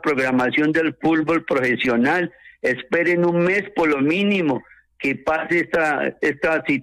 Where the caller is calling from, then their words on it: Popayán, Cauca, Colombia; Soy colombiano, soy patojo